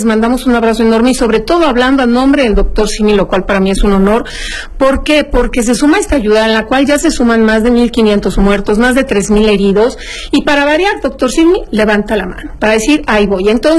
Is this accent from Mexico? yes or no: yes; Mexico; a mí como mexicano me llena de orgullo